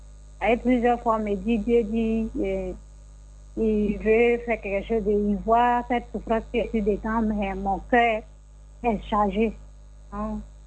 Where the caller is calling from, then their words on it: Abidjan, Côte d’Ivoire; De Tissou à Cocody.